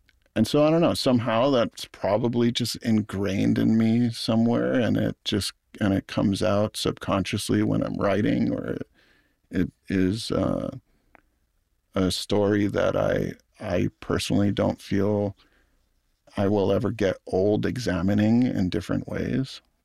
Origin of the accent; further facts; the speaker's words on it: Hawaii, United States; I always sort of compartmentalized my upbringing and my culture and growing up in Hawaii as sort of a separate thing than my experience as a filmmaker.